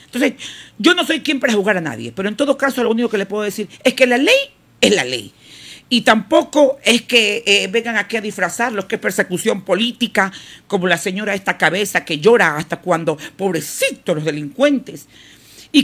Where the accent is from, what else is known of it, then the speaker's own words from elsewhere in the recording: Ecuador; nosotros como ecuatorianos